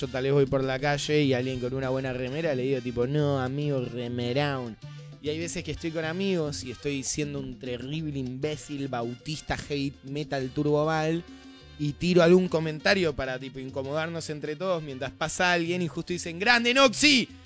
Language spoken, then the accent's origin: Spanish; Buenos Aires, Argentina; un porteño recontra recogido.